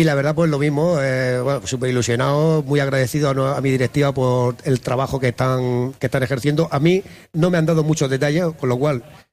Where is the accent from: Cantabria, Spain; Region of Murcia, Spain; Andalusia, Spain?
Region of Murcia, Spain; Abanilla; born there; now in Crevillente, Spain; yo no soy nacido en Crevillente, yo nací en Abanilla, en Murcia.